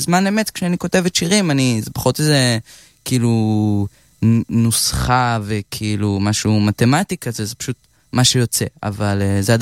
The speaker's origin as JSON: {"language": "Hebrew", "town": "Hadera", "region": "Haifa District", "country": "Israel", "tie": "born or raised there", "said": "בטח. אני גדלתי בחדרה, נולדתי ב-2002, אני בת 24, זה מה שזה אומר."}